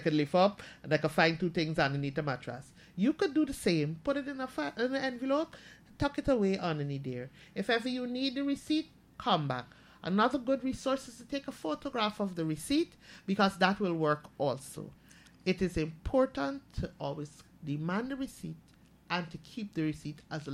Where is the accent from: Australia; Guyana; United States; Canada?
Guyana; Linden, Upper Demerara-Berbice; I am from Linden